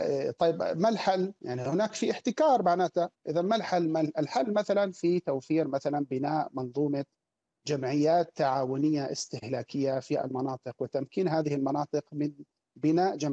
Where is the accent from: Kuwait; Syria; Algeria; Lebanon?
Kuwait; عندنا في الكويت الجمعيات التعاونية دائما ما تقدم أسعار أقل من الأسعار الموجودة